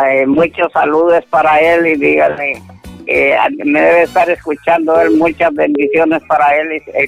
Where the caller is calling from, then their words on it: Honduras; todos somos hondureños